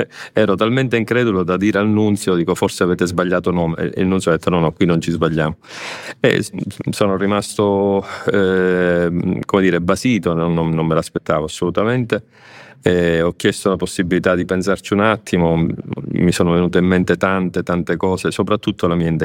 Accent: San Giovanni Gemini, Sicily, Italy; now in Rome, Italy; io nasco a San Giovanni Gemini, che è un paese nell'entroterra agrigentino, a metà strada tra Agrigento e Palermo, quindi proprio a metà, da una famiglia semplicissima.

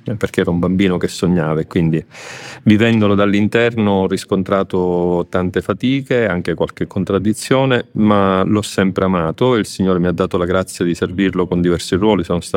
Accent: San Giovanni Gemini, Sicily, Italy; now in Rome, Italy; io nasco a San Giovanni Gemini, che è un paese nell'entroterra agrigentino, a metà strada tra Agrigento e Palermo, quindi proprio a metà, da una famiglia semplicissima.

